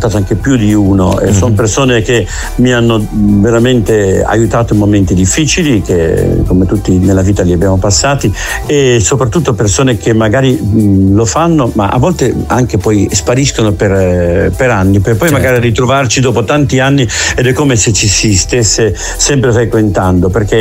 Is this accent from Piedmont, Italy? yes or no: no; Genoa, Liguria, Italy; sia io da genovese che Massimo Zennaro da veneziano, da isolano, abbiamo il mare nelle vene